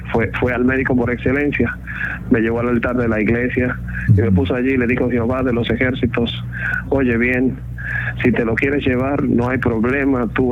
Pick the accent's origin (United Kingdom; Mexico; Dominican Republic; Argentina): Dominican Republic; born there; Yo soy dominicano de nacimiento. Soy el menor de 8 hermanos.